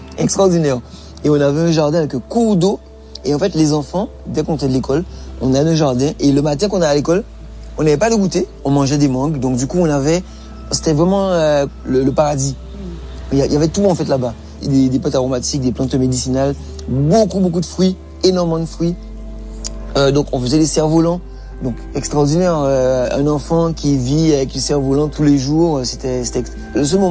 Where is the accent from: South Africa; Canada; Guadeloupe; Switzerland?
Guadeloupe; now in France; Et donc du coup, moi je suis né là-bas, donc j'ai grandi là-bas. Donc j'ai la double culture, guadeloupéen et haïtien.